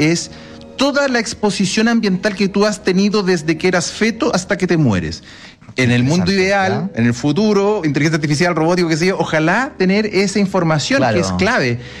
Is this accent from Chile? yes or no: yes; Chile; Ahora, yo como lo veo como chileno, ajá, sé que hay brechas.